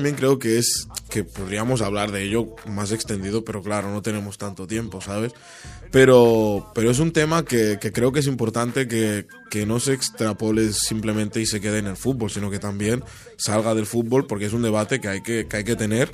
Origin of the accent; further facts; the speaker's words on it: Olot, Catalonia, Spain; A mí, Sergi, cuando la gente me pregunta de dónde soy, les digo que soy de Olot, ¿sabes?